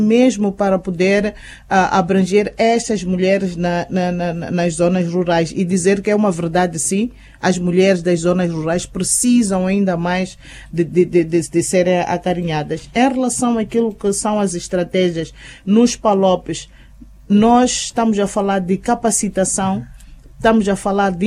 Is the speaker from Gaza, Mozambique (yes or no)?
yes; Xidenguele, Gaza, Mozambique; born there; Xidenguele é onde eu nasci